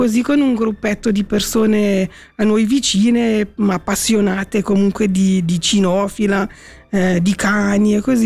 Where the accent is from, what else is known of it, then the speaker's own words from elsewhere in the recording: Morbio, Ticino, Switzerland; now in Prosito, Switzerland; Io sono di Morbio, originaria